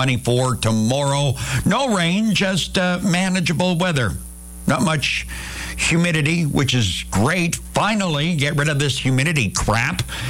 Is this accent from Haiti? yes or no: no; Canada; I'm Canadian. I'm allowed to complain. It's my duty.